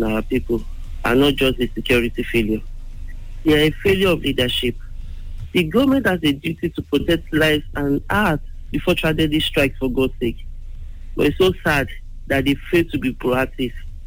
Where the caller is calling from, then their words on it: Ibadan, Oyo, Nigeria; calling from Alakia.